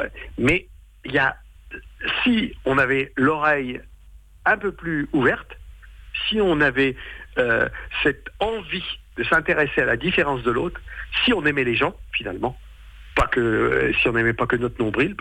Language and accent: French; Pays de la Loire, France; first language Vendée patois (Poitevin-Saintongeais); je parle de mon patois de base, qui est un patois de Vendée, mais qui fait partie d'un univers plus large, qui est le Poitevin Saint-Ongeais.